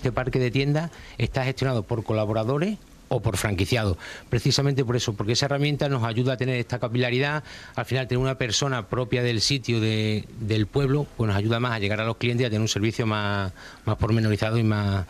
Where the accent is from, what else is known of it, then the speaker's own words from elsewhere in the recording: Extremadura, Spain; Aquí te hablo ya como extremeño, no como presidente de la asociación.